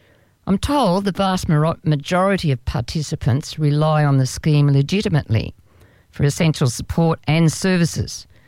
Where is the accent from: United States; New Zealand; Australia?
Australia; So being an Australian taxpayer, I get pretty annoyed